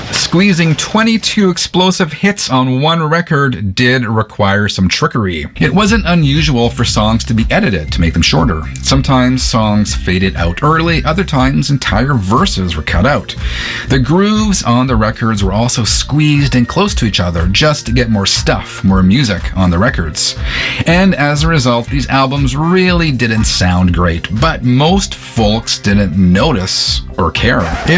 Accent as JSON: {"language": "English", "town": "Winnipeg", "region": "Manitoba", "country": "Canada", "tie": "born or raised there", "said": "the city of Winnipeg, my hometown"}